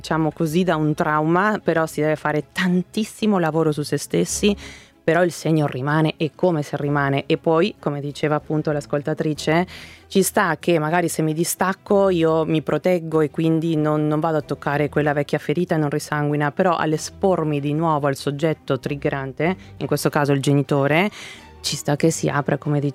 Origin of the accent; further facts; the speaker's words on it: Argentina; now in Italy; sono argentina